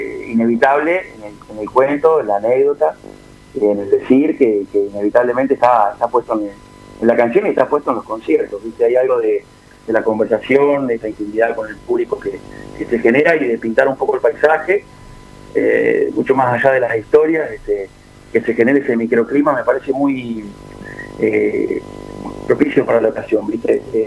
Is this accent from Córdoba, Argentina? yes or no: no; Urdampilleta, Buenos Aires Province, Argentina; moved away as an adult; Estoy en mi pueblo, estoy en Urdampilleta, de donde soy, donde me crié y donde he vuelto después de 11 años de trabajo arduo en Capital.